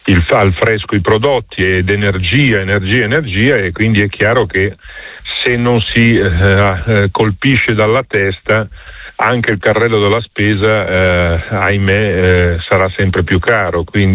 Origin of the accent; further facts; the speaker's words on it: Liguria, Italy; Io poi, per esperienza, essendo ligure